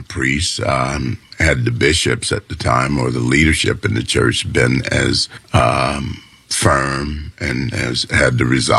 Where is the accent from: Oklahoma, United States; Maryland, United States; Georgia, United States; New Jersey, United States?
Georgia, United States; Pinpoint; born there; Well, I was born in Pinpoint, but and most of my growing up, I've been fortunate.